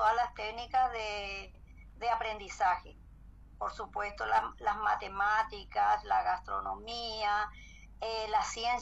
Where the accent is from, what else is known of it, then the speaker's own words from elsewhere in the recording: Paraguay; now in Spain; porque todos somos paraguayos. Nosotros que estamos aquí en España o en Europa también nos sentimos muy paraguayos